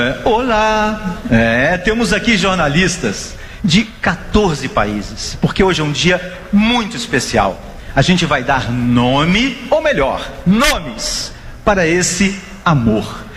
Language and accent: Portuguese; Brazil; ninguém sabe fazer como nós, brasileiros